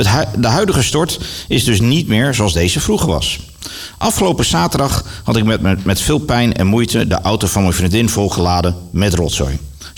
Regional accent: North Brabant, Netherlands; Ik kom uit Brabant.

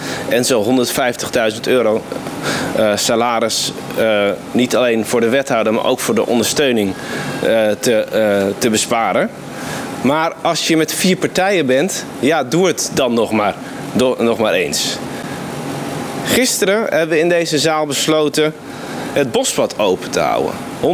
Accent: Harderwijk, Gelderland, Netherlands; also born or lived in Baarn / Drenthe; Al voor mijn basisschool ben ik vertrokken uit Baarn en naar Drenthe verhuisd en later vooral opgegroeid in Harderwijk en omgeving. Ik ben opgegroeid in een liefdevol christelijk gezin. Een traditionele omgeving met normen en waarden.

